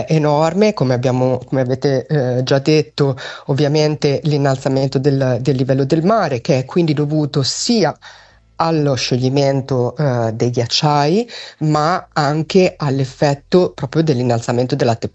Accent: Emilia-Romagna, Italy; Io sono romagnola

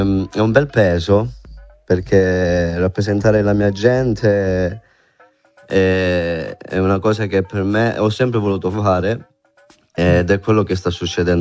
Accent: Calabria, Italy; artisti calabresi ci siamo anche noi, quindi ci dobbiamo svegliare, e io penso di essere una voce importante per la mia terra

